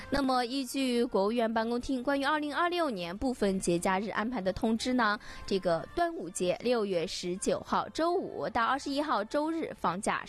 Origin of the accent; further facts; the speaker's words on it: China; born or raised there; now in Xinjiang, China